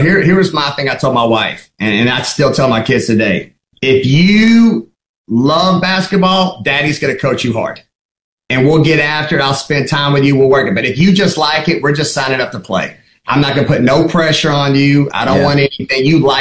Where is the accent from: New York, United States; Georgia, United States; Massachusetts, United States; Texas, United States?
Georgia, United States; also born or lived in Kentucky; now in Mississippi, United States; one, I'm from the South. Two, I grew up in the SEC. And three, I've been in Mississippi. And Mississippi is about people, and that's how I was raised.